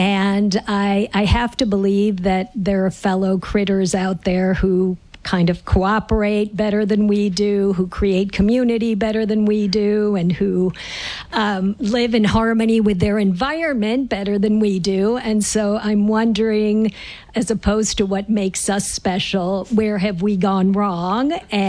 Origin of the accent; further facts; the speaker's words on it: San Francisco, California, United States; from San Francisco.